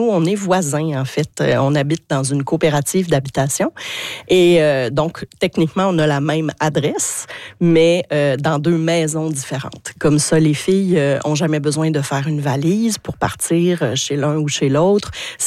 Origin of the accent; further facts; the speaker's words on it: Saguenay, Quebec, Canada; J'ai grandi au Saguenay, où on était à cause du boulot de mon père